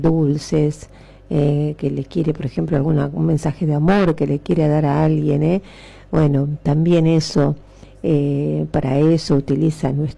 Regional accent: Argentina; nuestra identidad nacional, como argentino

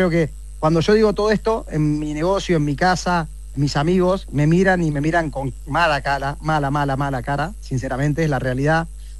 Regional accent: General Villegas, Buenos Aires Province, Argentina; yo nací y me crié en Villegas, o sea, fui toda la vida en Villegas

